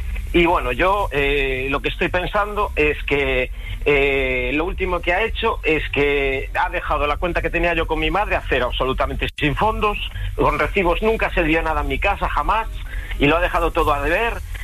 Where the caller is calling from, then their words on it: A Coruña, Galicia, Spain; yo llamo desde La Coruña